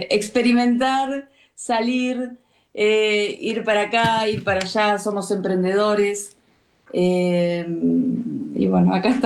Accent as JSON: {"language": "Spanish", "town": "Berisso", "region": "Buenos Aires Province", "country": "Argentina", "tie": "born or raised there", "said": "En Berisso hay mucha comunidad lituana, así como italianos, españoles. Y de chiquita a mí me hicieron... Me enseñaron a amar esta tierra, ¿no?"}